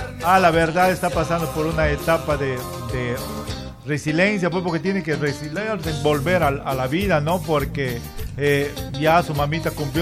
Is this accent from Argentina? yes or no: no; Lamas, San Martín, Peru; Yo soy Lamisto. Tú vivo en Lamas. Pero trabajo acá en Tarapoto